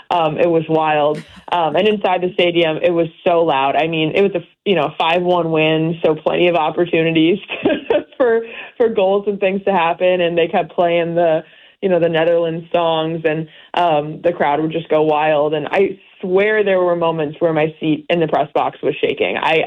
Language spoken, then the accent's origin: English; United States; I am from America